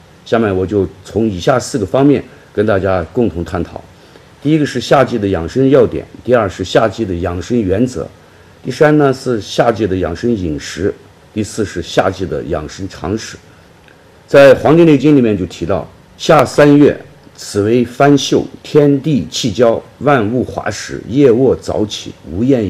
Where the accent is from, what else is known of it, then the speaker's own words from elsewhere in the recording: Xinjiang, China; 我们生在新疆，长在新疆，都感觉新疆没有，似乎是没有春天，从冬天就直接来到了夏天。